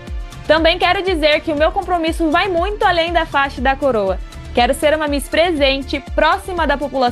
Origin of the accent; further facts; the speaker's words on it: Itapetininga, São Paulo, Brazil; Para mim é uma honra representar a cidade onde eu nasci e vivi a minha vida toda. Vou levar o nome de Itapetininga com muito orgulho